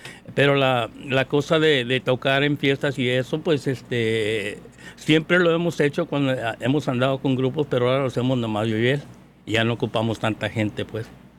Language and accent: Spanish; Ciudad Juárez, Chihuahua, Mexico; now in Sacramento, United States; Yo vengo de Ciudad Juárez.